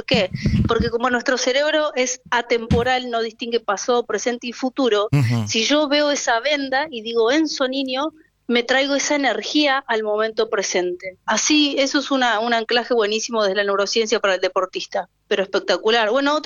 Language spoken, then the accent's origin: Spanish; La Plata, Buenos Aires Province, Argentina; Soy platense, de La Plata.